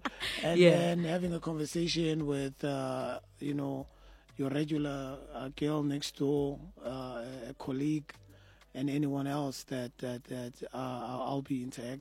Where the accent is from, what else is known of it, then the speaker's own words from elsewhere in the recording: Cape Town, Western Cape, South Africa; moved away; I'm from Cape Town and then I grew up there, I studied there, everything.